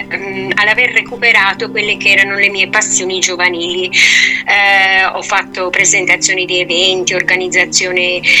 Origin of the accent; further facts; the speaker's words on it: Milan, Lombardy, Italy; moved away as an adult; now in Province of Caserta, Italy; io sono di Milano, mi sono sposata con un uomo del sud della provincia di Caserta, mi sono trasferita qui, ho fatto appunto 3 figli con lui